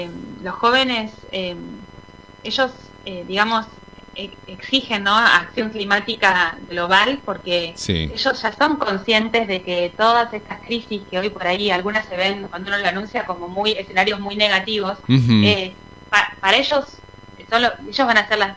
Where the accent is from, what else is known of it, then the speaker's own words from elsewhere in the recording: Tierra del Fuego, Argentina; Además, nuestra provincia obviamente tiene un clima subantártico, pero hay muchas formas de producir alimentos